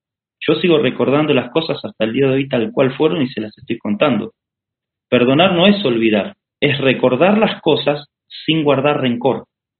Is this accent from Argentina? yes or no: yes; Argentina; now in Brazil; acá de Brasil, donde estamos ahora. Y yo estaba en Argentina, estaba haciendo trabajos misioneros en mi país, hice en otros países también.